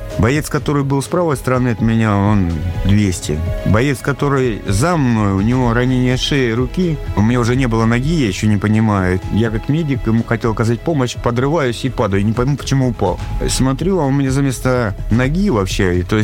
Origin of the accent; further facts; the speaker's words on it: Belgorod Oblast, Russia; Я сам коренной житель Белгородской области, я люблю нашу землю, нашу природу, наших людей.